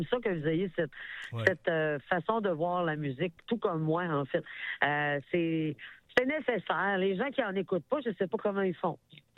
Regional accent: Saguenay, Quebec, Canada; now in Montreal, Canada; Je suis à Montréal depuis 26 ans, donc j'ai plus de vie à Montréal que j'en ai au Saguenay.

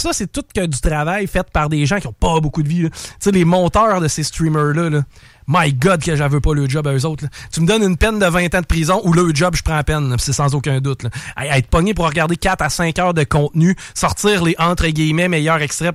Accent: Quebec, Canada; accent: Québécois; Évidemment, eux autres sont pas habitués à notre accent.

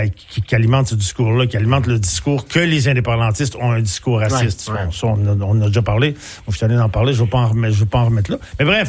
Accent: Shawinigan, Quebec, Canada; moved away; Tu sais que je viens de Shawinigan.

